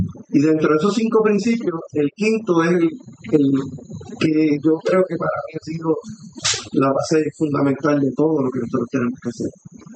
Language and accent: Spanish; Adjuntas, Puerto Rico; Soy de Adjuntas.